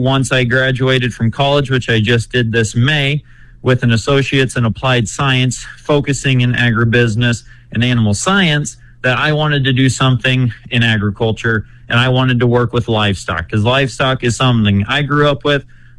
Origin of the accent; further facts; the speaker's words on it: Wisner, Nebraska, United States; So I grew up in Wisner, Nebraska on a livestock farm. We raised show pigs and poultry